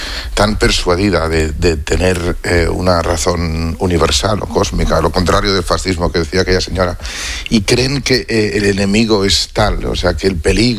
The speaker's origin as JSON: {"language": "Spanish", "region": "Catalonia", "country": "Spain", "said": "Pensad que yo soy catalán y que esto lo he vivido"}